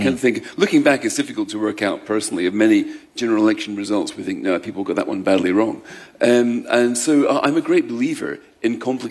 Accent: Scotland, United Kingdom; as a Scot

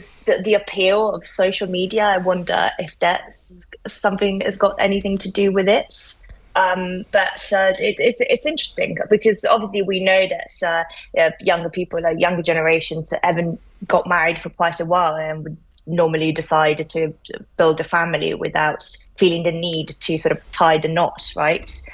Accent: Italy; moved away; Italy, which is my home country.

